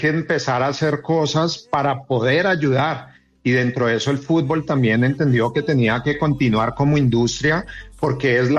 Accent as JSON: {"language": "Spanish", "region": "Bogotá", "country": "Colombia", "moved": "yes", "lives_now": "Cali, Colombia"}